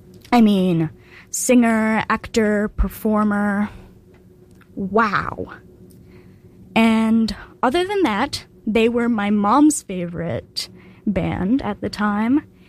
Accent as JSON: {"language": "English", "country": "Puerto Rico", "said": "I know you can't hear it by my voice, but I'm Hispanic. I am from Puerto Rico. My family's from Puerto Rico."}